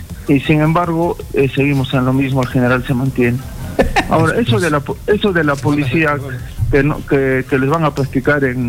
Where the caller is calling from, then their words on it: Arequipa, Peru; Le hablo de Arequipa.